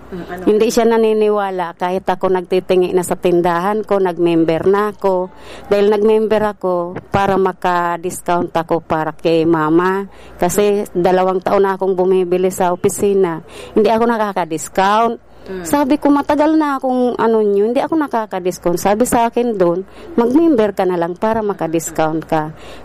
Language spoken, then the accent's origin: Tagalog; Bicol Region, Philippines; taga Bunga, Canligao, Albay.